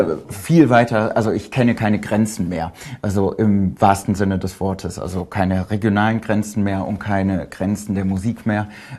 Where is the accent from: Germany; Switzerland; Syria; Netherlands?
Germany; North Rhine-Westphalia; Ich komme aus Westfalen, habe dort immer schon, wie es viele kennen, Klavier gespielt